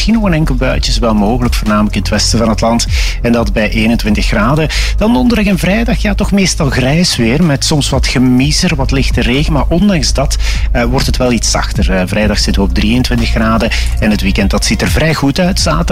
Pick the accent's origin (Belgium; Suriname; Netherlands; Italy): Belgium; Flanders; Nee, ik ben een typische Vlaming.